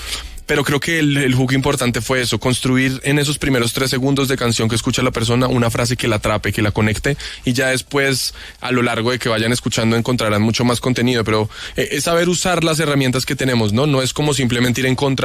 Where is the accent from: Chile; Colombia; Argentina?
Colombia; y como colombianos, latinos y como habitantes de este mundo tenemos derecho a ser parte de él, aunque seamos diferentes.